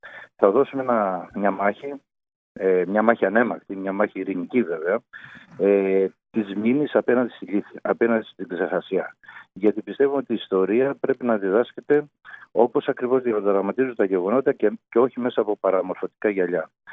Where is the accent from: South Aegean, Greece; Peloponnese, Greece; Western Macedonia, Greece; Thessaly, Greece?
Peloponnese, Greece; έκαψαν τα χωριά μας.